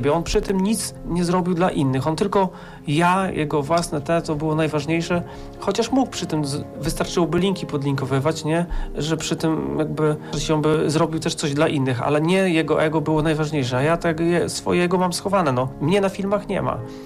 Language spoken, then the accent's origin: Polish; Mońki, Podlaskie Voivodeship, Poland; jestem z Moniek, z takiej małej miejscowości